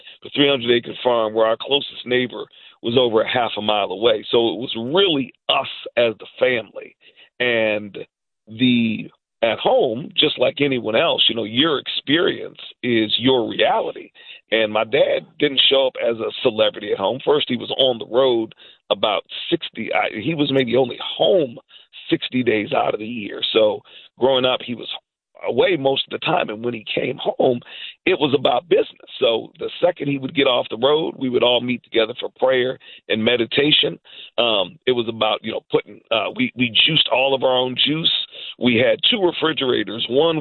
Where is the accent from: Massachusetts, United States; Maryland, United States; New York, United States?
Massachusetts, United States; Plymouth; also born or lived in Chicago, United States; most of us were born in Chicago, and being the youngest, it was about a month after I was born that we moved all the way from Chicago, Illinois, you know, the city with the largest numbers-wise black population in the country, to Plymouth, Massachusetts.